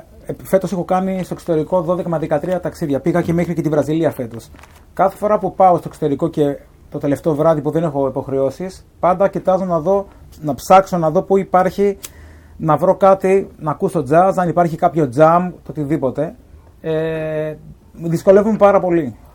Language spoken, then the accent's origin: Greek; Krokees, Peloponnese, Greece; καθόμουν στο αγαπημένο μου μέρος στο χωριό μου που είναι οι Κροκές Λακωνίας, στο μαγαζί του Γιάννη του Κατσέτου, εκεί στο καφενείο του χωριού.